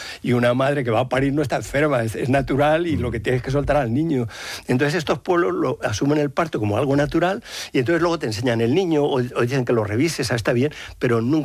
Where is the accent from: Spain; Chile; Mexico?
Spain; Madrid, Community of Madrid; now in Salamanca, Spain